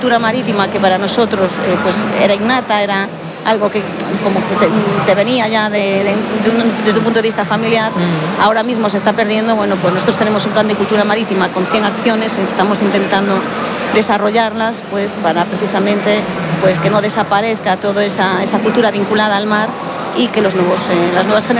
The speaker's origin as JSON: {"language": "Spanish", "region": "Galicia", "country": "Spain", "said": "yo soy de la Ría de Vigo."}